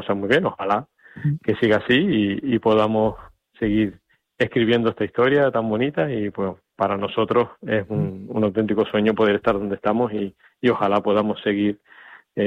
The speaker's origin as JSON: {"language": "Spanish", "region": "Canary Islands", "country": "Spain", "said": "yo siempre he sido una persona muy orgullosa de mi tierra"}